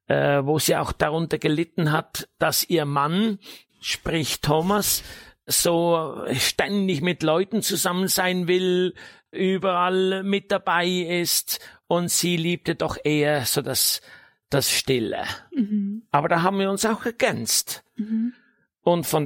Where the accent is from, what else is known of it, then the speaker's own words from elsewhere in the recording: Switzerland; now in Germany; ich habe auch in diesen letzten 40 Jahren Deutschland lieben gelernt. Ich kann wirklich aufrichtig sagen als Schweizer, ich liebe Deutschland.